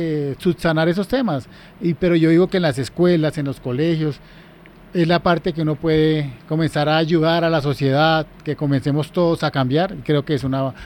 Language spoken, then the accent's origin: Spanish; Bogotá, Colombia; Yo nací en Bosa, me crié en Bosa.